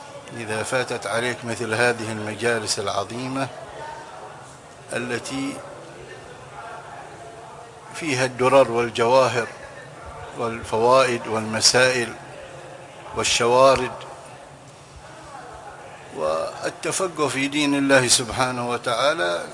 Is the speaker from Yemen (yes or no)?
yes; Hadramawt, Yemen; عندنا في حضرموت